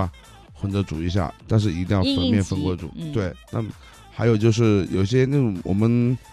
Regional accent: Changsha, Hunan, China; 按照我们长沙人的口味

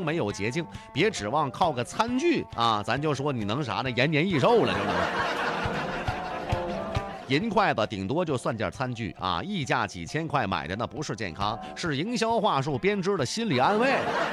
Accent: Northeast China, China; accent: Northeastern Mandarin; 我们东北话里面这个就是不分嘛

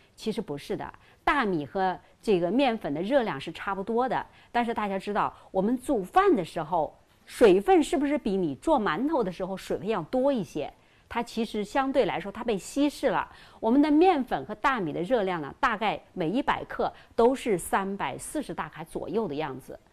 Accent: Changsha, Hunan, China; 粉既然是我们长沙人的最爱

